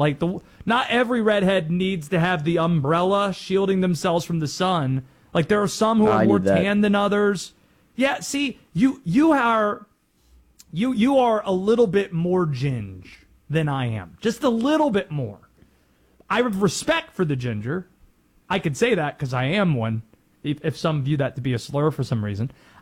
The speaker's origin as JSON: {"language": "English", "town": "Baltimore", "region": "Maryland", "country": "United States", "tie": "born there", "said": "I was born in Baltimore, but no, the DMV, that doesn't apply."}